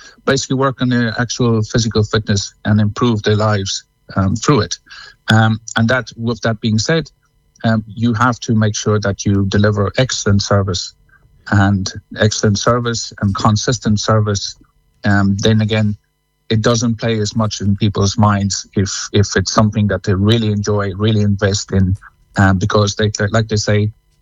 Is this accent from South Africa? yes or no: yes; South Africa; now in Cong, Ireland; I'm originally from South Africa